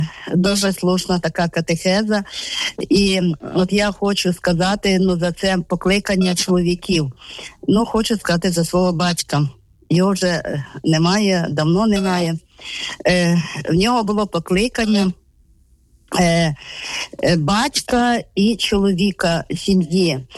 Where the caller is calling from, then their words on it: Vinnytsia, Vinnytsia Oblast, Ukraine; Я з Вінниці, з костьола Матері Божої Ангельської.